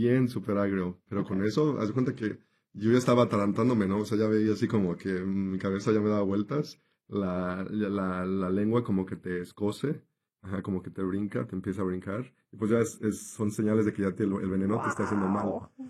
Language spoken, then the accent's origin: Spanish; Mexico; moved away; I've been bitten by scorpions many times because when I grew up in Mexico, there was a lot of them.